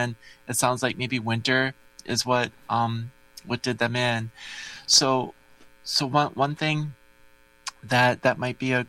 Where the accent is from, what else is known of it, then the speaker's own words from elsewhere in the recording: West Bend, Wisconsin, United States; I grew up in West Bend, just a little bit away from you there in Port.